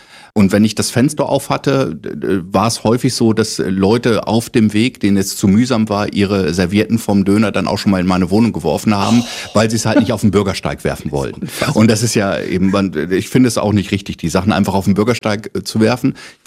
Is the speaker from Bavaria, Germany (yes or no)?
no; Lower Saxony, Germany; now in Berlin, Germany; ich als Niedersachse, der ja eigentlich ein fast perfektes Hochdeutsch spricht